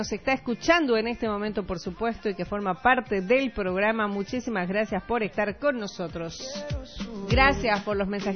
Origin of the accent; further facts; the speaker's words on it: Bolivia; nos involucra como bolivianos